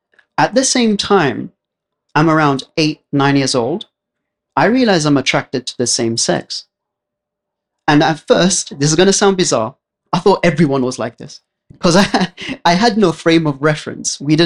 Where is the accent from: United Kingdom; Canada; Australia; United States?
United Kingdom; London; I grew up in East London. So very economically deprived area. A lot of people from immigrant backgrounds.